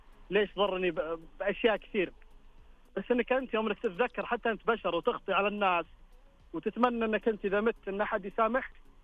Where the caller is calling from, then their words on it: Ha'il, Ha'il Province, Saudi Arabia; اكلمك من حائل طال عمرك.